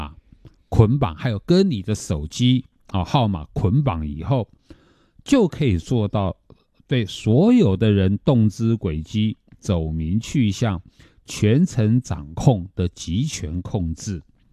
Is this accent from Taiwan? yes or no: yes; Taiwan; 这个也造成我们台湾人很多的困扰